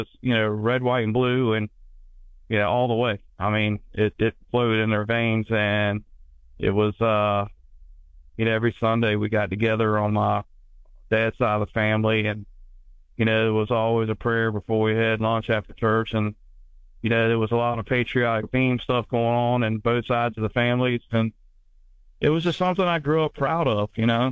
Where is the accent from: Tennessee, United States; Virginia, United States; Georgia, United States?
Virginia, United States; Tidewater; A lot of friends, a lot of relatives, especially growing up in the Tidewater, Virginia area.